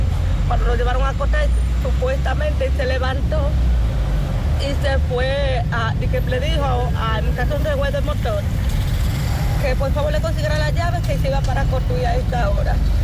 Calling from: Cotuí, Sánchez Ramírez, Dominican Republic; somos de Cotuí, una parte aquí

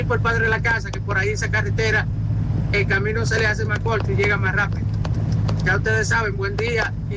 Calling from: Arroyo Cano, San Juan, Dominican Republic; Yo soy de Arroyucano

